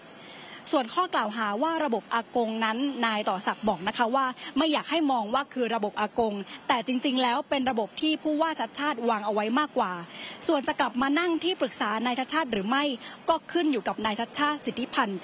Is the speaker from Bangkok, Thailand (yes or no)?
yes; Bangkok, Thailand; สิ่งที่อยากเห็นคนกรุงเทพมหานครเนี่ยในฐานะที่เป็นคนกรุงเทพอยากเห็นกรุงเทพเปลี่ยนแปลงที่สุดก็คือเรื่องของน้ำท่วมขังค่ะ